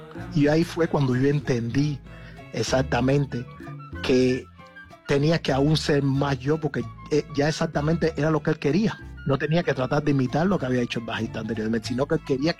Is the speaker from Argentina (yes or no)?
no; Cuba; now in United States; que soy cubano con tantos bajistas buenos que hay acá, que nacieron en este país, en Estados Unidos.